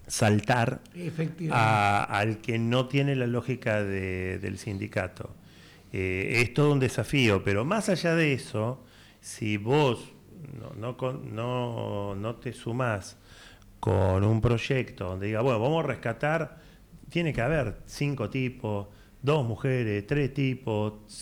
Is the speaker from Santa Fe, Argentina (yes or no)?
no; Lomas de Zamora, Buenos Aires Province, Argentina; Soy Loma de Zamora